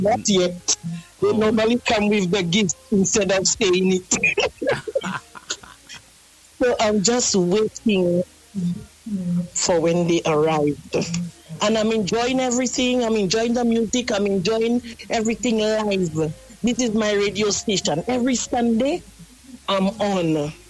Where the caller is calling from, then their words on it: St. Lucia; No, I'm calling from Lacouville.